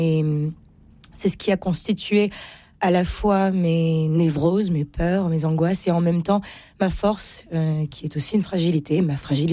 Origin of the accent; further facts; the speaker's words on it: Cahors, Occitanie, France; Je me retrouve chez moi, à Cahors, dans ma grande maison, en pierre